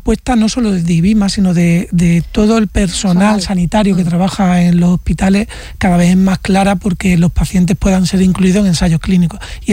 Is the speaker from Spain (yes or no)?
yes; Extremadura, Spain; also born or lived in Córdoba; now in Málaga, Spain; yo soy extremeño, realmente.